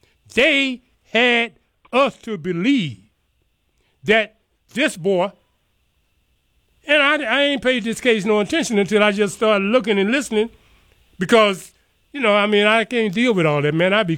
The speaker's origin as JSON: {"language": "English", "region": "Texas", "country": "United States", "moved": "yes", "said": "I'm from East Texas."}